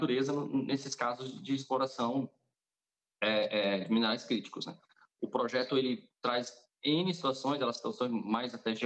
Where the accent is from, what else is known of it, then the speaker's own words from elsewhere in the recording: Brazil; enquanto brasileiros